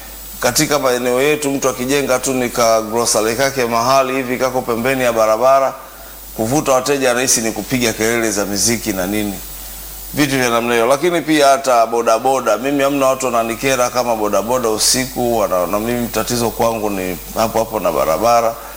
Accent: Kampala, Central Region, Uganda; moved away; mimi nimekulia pale jiji la Kampala

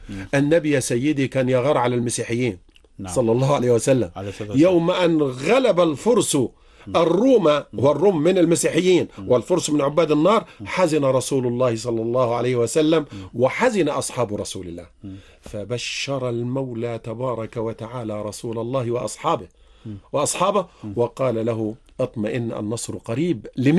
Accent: Egypt

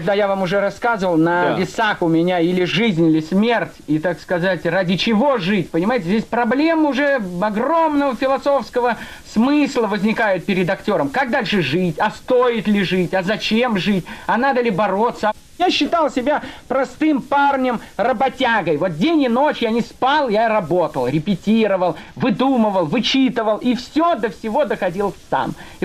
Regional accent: Russia; Но я-то русский, я не еврей.

